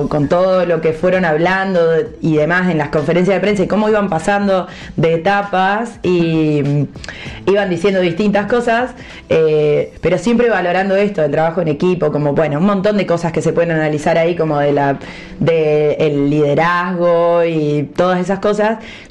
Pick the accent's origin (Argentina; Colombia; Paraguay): Argentina